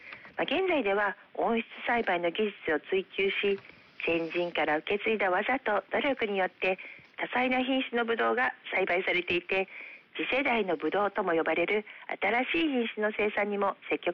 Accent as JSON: {"language": "Japanese", "region": "Okayama", "country": "Japan", "said": "私たち岡山っ子は親しみを込めてアレキと呼んでいます。"}